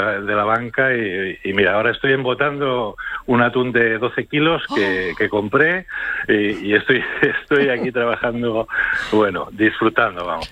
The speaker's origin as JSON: {"language": "Spanish", "town": "León", "region": "Castile and León", "country": "Spain", "lives_now": "Asturias, Spain", "said": "Pues mira, mi padre es de Palencia, yo soy de León, aunque vivo en Asturias"}